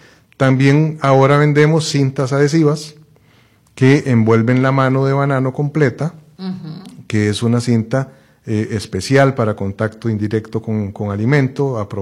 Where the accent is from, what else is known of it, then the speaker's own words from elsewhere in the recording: Costa Rica; Sí, en Costa Rica pues la mayoría de trabajadores o colaboradores, uh-huh, somos costarricenses